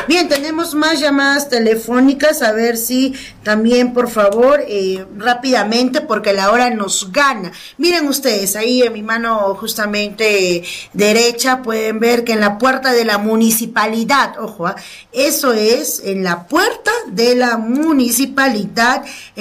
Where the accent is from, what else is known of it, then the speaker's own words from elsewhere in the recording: Chalhuahuacho, Apurímac, Peru; somos los vecinos de Chalhuahuacho